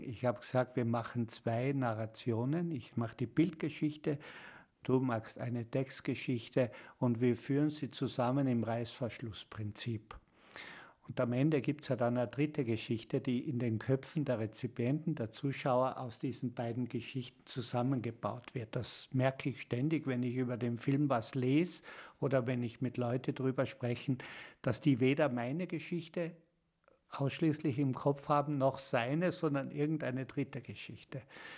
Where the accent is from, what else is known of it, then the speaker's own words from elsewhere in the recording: Kötschach-Mauthen, Carinthia, Austria; dass ich in Kötschaf-Mauthen in Kärnten, wo ich herkomme, der Erbe meiner Tante bin.